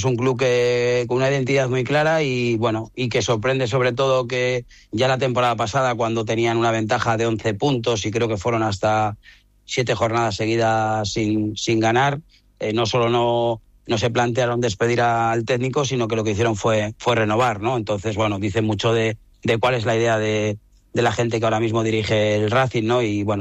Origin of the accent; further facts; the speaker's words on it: Valladolid, Castile and León, Spain; soy de Valladolid y del Valladolid, de las dos cosas, del Pucela